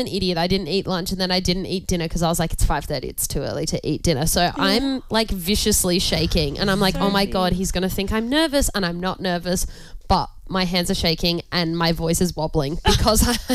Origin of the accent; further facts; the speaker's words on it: Adelaide Hills, South Australia, Australia; now in Darwin, Australia; where you grew up. And of course, I can talk about the Adelaide Hills for days.